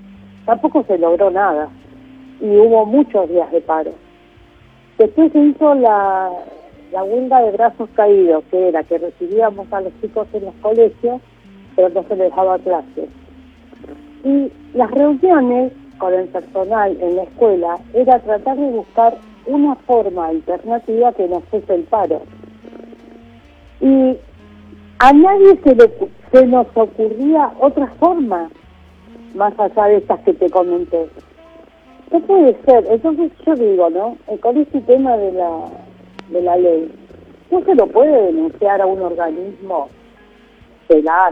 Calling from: Palomar, Buenos Aires Province, Argentina; de Palomar.

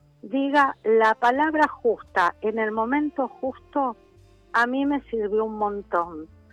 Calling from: Moreno, Buenos Aires Province, Argentina; De Moreno.

